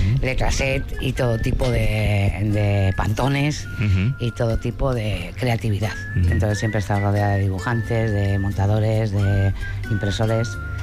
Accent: Bilbao, Basque Country, Spain; born there; No, nací en Indautxu.

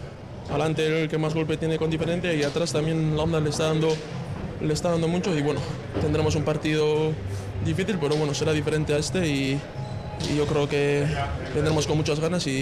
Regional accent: Mondragón, Basque Country, Spain; Soy de Mondragón, que es de Guipúzcoa, pero bueno, está casi pegado aquí.

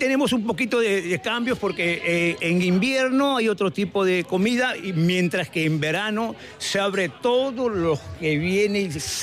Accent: San Vicente de Cañete, Lima, Peru; moved away as an adult; now in San Vicente de la Barquera, Spain; Yo soy del Perú, soy de San Vicente de Cañete, que pertenece a Lima, a 2 horas de Lima. De San Vicente de Cañete venir a trabajar a San Vicente de la Barquera

